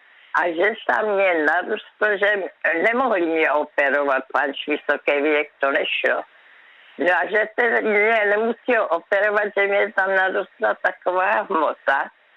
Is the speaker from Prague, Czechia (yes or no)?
no; Brno, South Moravian Region, Czechia; Víte, kde jsem vyrostla v Kamence? To je samý vrch, samý kopec